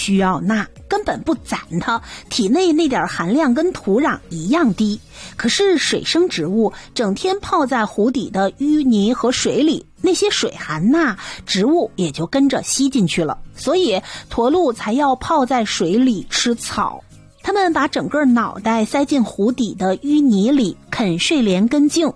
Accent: Canada; 这件事听起来像是咱们加拿大人在开玩笑

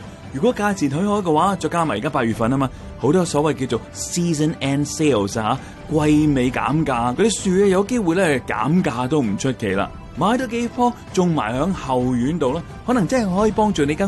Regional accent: Canada; 有研究指示咧，我哋加拿大人咧嚟买一间嘅屋啊

